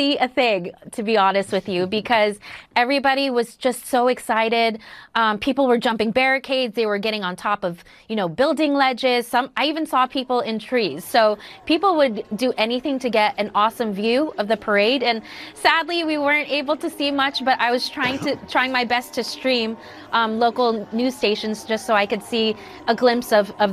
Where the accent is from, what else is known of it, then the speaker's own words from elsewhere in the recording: New Jersey, United States; now in Houston, United States; Actually, my husband and I grew up here in New Jersey, same thing with my kids, and we moved down to Houston.